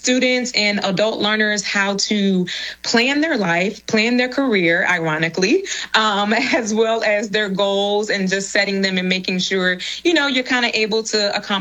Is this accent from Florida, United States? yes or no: yes; Jacksonville, Florida, United States; I am originally from Jacksonville, Florida. So go Jags.